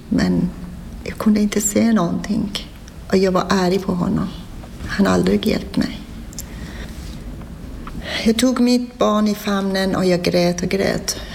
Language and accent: Swedish; Iran; Swedish is a second language; moved away as an adult; jag kom från Iran. Ursprungligen jag är muslim, men jag konverterade till kristendom. Jag är kristen nu.